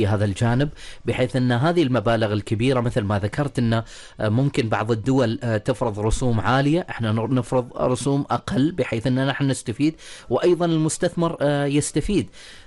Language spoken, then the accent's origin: Arabic; Oman